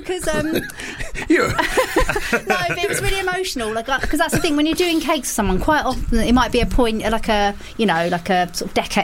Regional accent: Leigh-on-Sea, East of England, United Kingdom; accent: Essex; I'm from Leigh-on-Sea in Essex.

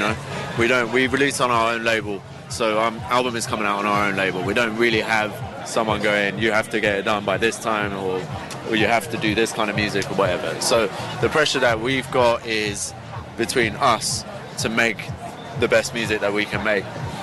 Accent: London, United Kingdom; We're from Nassau. We played football here. You know, we grew up here.

